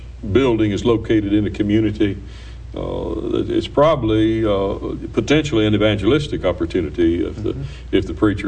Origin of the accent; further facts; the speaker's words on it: Little Rock, Arkansas, United States; I was born in Little Rock, Arkansas